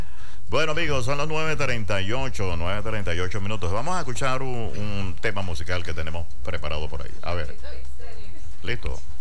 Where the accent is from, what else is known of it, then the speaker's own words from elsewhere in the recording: Caripito, Monagas, Venezuela; also born or lived in Punta de Mata; todo el mundo cree que yo nací en Caripito, pero sí, yo nací en Punta de Mata. Me llevaron para Caripito en un guacal cuando tenía 4 años. Obvio. Viví toda mi vida en Caripito, soy caripiteño.